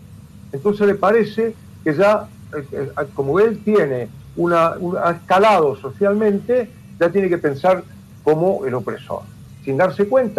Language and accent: Spanish; Bahía Blanca, Buenos Aires Province, Argentina; Yo nací en Bahía Blanca, como ustedes saben, y me crié en un barrio que se llama Villa Mitre, ahí sí.